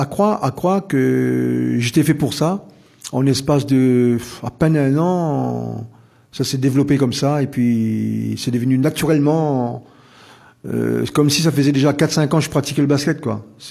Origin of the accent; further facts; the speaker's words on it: Réunion; la Réunion que je suis réunionnais